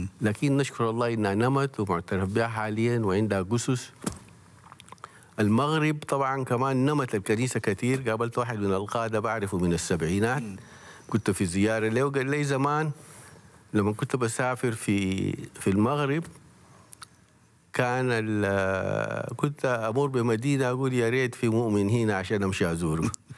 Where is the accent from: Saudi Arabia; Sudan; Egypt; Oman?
Sudan; فنحن عندنا مسؤولية كسودانيين